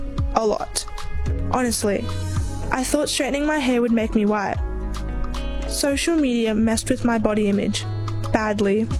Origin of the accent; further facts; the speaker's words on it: Nigeria; now in Ballarat, Australia; I'm one of the few girls of color doing calisthenics in Ballarat. I'm Nigerian. I have black skin and thick, curly hair.